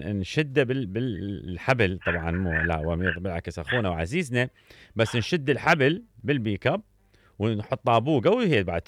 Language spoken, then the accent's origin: Arabic; Iraq; عندنا بالعراق